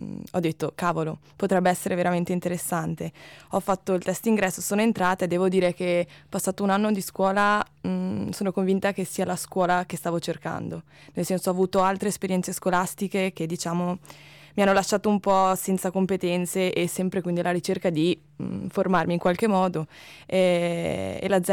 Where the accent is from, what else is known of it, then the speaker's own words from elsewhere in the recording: Veneto, Italy; Io vengo da un paese vicino a Venezia e non ero mai stata a Bolzano